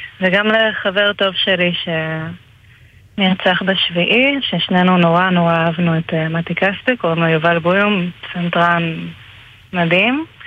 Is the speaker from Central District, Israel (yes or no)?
no; Bror Hayil, Southern District, Israel; אז אני גדלתי בברור חייל בעצם, כן, קיבוץ ברזילאי. אני גם ברזילאית מהחצי של אמא שלי. וכן, גדלתי לתוך צלילה בוסנובה והפורטוגזית.